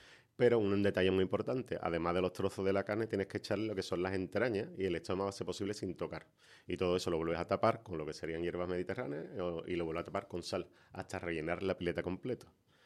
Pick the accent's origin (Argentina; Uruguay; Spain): Spain; Cádiz, Andalusia; que es el garum de los federados, de los federates, que somos los gaditanos